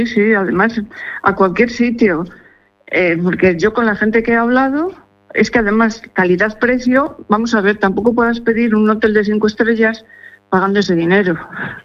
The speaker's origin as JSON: {"language": "Spanish", "town": "Toro", "region": "Castile and León", "country": "Spain", "said": "Yo soy de Zamora, de Toro."}